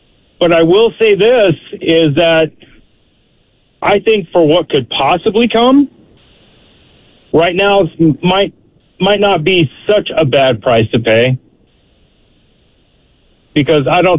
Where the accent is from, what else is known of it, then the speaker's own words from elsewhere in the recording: Alaska, United States; moved away; I'm also from Alaska. And I was born and raised there, and I worked in the oil fields in Alaska.